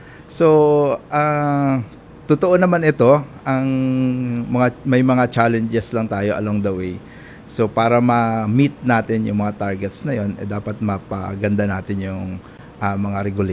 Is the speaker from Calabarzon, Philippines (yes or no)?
no; Meycauayan, Central Luzon, Philippines; Actually, taga Maykawayan po ako.